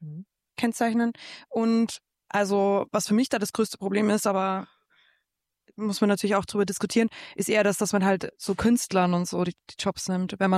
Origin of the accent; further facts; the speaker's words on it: Austria; accent: Austrian; in Deutschland wäre das gar nicht so leicht, weil man meinen österreichischen Dialekt noch so ganz leicht raushört.